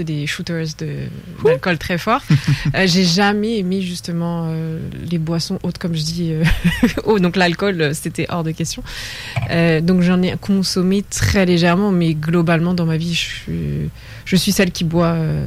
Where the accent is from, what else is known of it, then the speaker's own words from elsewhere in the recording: France; moved away; je viens de France